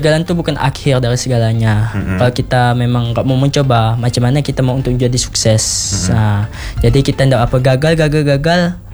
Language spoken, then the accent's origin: Indonesian; Indonesia; kita pun lahir di Indonesia